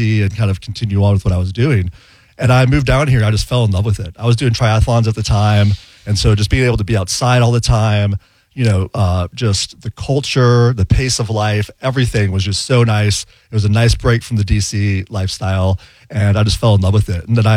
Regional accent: Louisville, Kentucky, United States; So I grew up actually in Louisville, Kentucky. And speaking of the number 13, I'm the last of 13 kids in a big Catholic family.

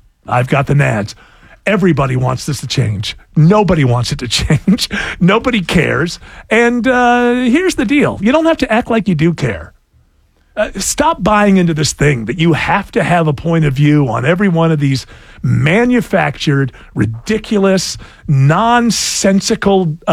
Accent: New York, United States

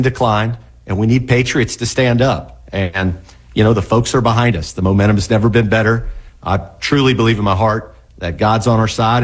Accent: Florida, United States; So I grew up in Florida, born and raised.

